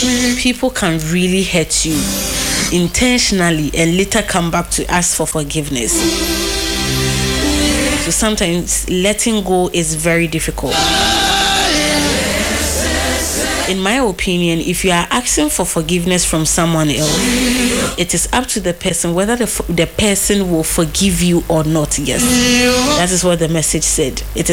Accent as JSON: {"language": "English", "town": "Oforikrom", "region": "Ashanti", "country": "Ghana", "said": "from Oforikuro."}